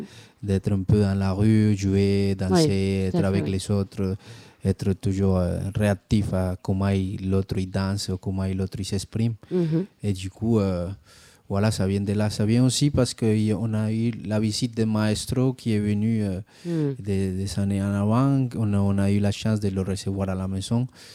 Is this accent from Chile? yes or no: no; Medellín, Antioquia, Colombia; French is a second language; also born or lived in Cali; Moi, je suis né à Medellín mm-hmm. et j'ai grandi entre Medellín et Cali.